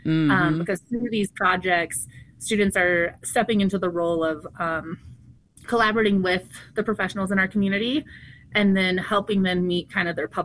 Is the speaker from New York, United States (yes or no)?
no; Cortez, Colorado, United States; I grew up in Cortez, Dolores area.